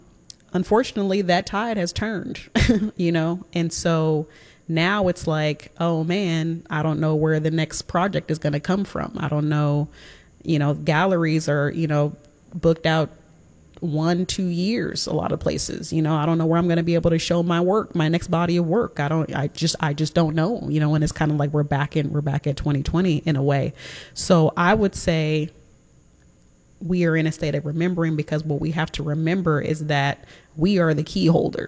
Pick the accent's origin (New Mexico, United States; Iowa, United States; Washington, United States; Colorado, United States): Washington, United States; Seattle; I'm from Seattle.